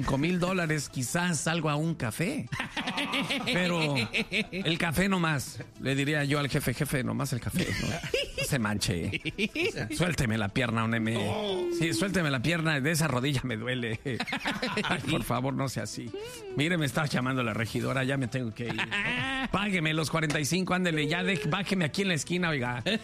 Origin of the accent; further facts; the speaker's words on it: Mexico; Además, no sé qué quiere decir mexican. Soy mexicana.